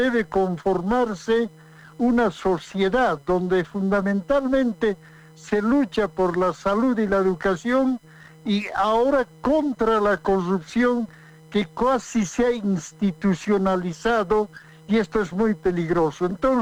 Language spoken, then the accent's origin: Spanish; Oruro, Bolivia; yo orureño, he hecho mi vida política en Oruro, soy estudiante de la Facultad de Ingeniería de Oruro, soy ingeniero civil